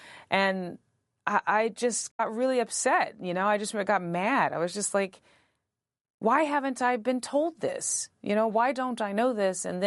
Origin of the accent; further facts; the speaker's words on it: North Carolina, United States; Yeah, I'm from North Carolina. from a mixed family, mixed black and white, and I know indigenous, you know, back there is kind of a typical Southern story of black, white, and red mixed in sort of indiscriminate ways.